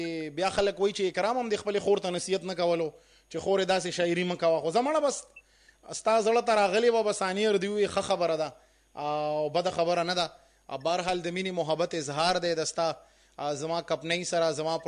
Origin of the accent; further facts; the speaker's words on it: Peshawar, Khyber Pakhtunkhwa, Pakistan; دا خو بیا تاسو زمونږ ګاونډیان یې ځکه چې مونږ هم د پېښور یو